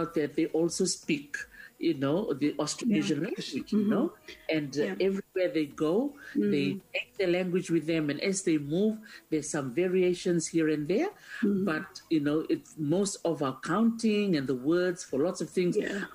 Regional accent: Fiji; I'm from Fiji and I'm in this room in England.

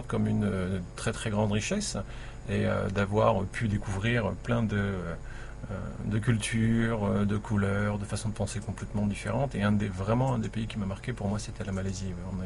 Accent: France; born there; Alors, je suis né en France

